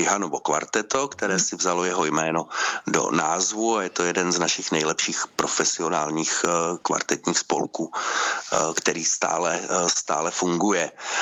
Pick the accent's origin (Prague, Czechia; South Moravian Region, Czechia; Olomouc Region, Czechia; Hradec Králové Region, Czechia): Hradec Králové Region, Czechia; Police; Protože Vihan je stejně jako já z Police, takže tam ten základ byl daný městem, které mám rád.